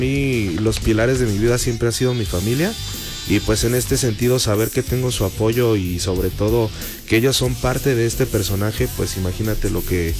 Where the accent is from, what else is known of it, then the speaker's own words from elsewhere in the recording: Querétaro, Mexico; yo soy originario de Querétaro